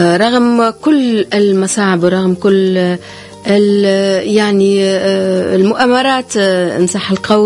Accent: Tunisia; بلادنا المحبوبة تونس

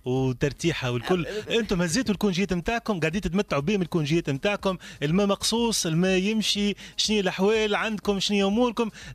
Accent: Tunisia; جونا احنا التونسي

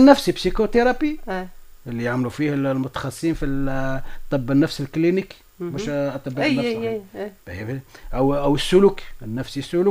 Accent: Tunisia; العلاج بسم النحل تو موجود عندنا في تونس راه.

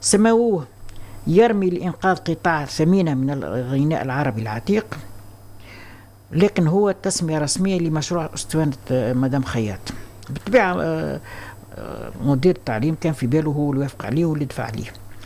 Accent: Tunisia; accent: Tunisian dialect; كما نقولوا باللغة بلهجتنا التونسية

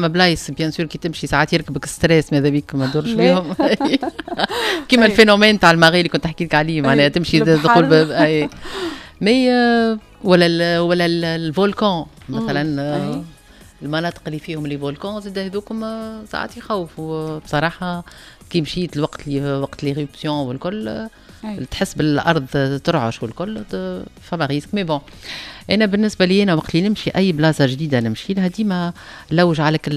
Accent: Tunisia; معناها كي نبدا راجعة مروحة لتونس وكي نبدا لبرا نحس روحي فخورة اللي أنا تونسية فرانشمون ونغير عليها بلادي

